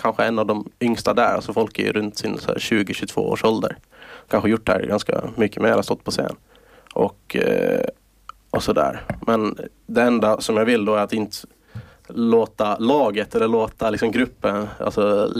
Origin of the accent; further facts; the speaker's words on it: Åland Islands; Så liksom, det är min hemort, det är Åland.